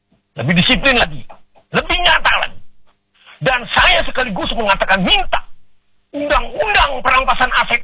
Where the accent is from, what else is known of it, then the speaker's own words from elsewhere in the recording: Samarinda, East Kalimantan, Indonesia; born there; Saya orang lahir di Samarinda tahun 57. Saya lahir di Jalan Bayangkara itu.